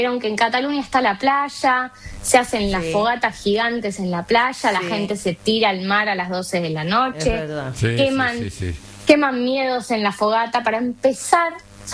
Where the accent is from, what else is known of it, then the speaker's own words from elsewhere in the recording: Argentina; also born or lived in Spain; now in Sweden; como yo soy argentina y viví en España